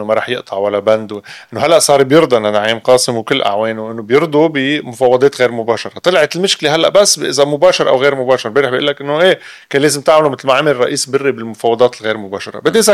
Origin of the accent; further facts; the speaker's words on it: Lebanon; نحن كلبنانيين يلي تحروقوا صبيعنا على مدى 40 سنة